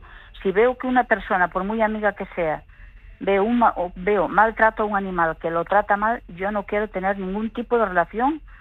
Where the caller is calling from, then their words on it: La Lanzada, Galicia, Spain; yo soy de Galicia, de La Lanzada, no sé si conoces esta zona, que es muy bonita.